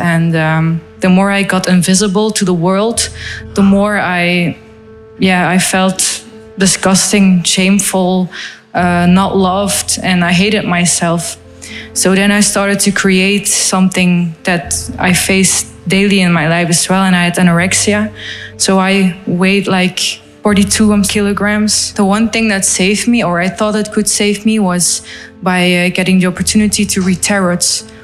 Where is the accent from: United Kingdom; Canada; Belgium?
Belgium; Flanders; now in Ghent, Belgium; I'm 24 years old. I'm from Belgium, originally from Limburg, and I live in Ghent.